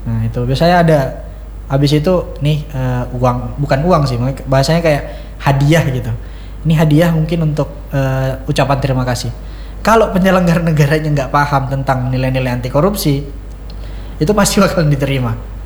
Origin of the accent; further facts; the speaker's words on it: South Sulawesi, Indonesia; kalau misal saya orang Bugis, kita ada nilai mak bere ya namanya.